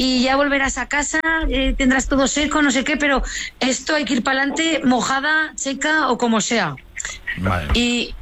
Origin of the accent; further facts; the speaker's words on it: Bárdenas, Aragon, Spain; visualizando la cima y la foto que quería traer aquí a mi pueblo, o sea, a Bárdenas.